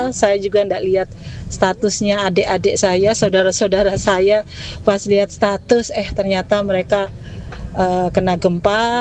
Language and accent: Indonesian; Palu, Central Sulawesi, Indonesia; now in Semarang, Indonesia; gempa yang ada di Sulawesi Palu itu kampung saya.